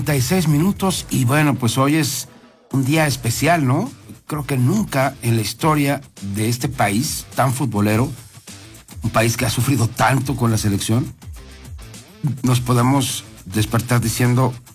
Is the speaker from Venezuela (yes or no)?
no; Mexico; como somos los mexicanos.